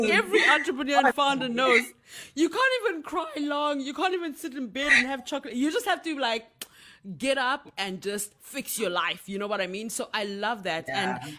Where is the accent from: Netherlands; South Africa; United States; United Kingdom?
South Africa; moved away as an adult; also born or lived in Uganda; now in Ghana; Like, firstly, you know, I'm Ugandan, but I grew up in South Africa. Okay. So I became naturalized South African. And now I'm living in West Africa, in Ghana.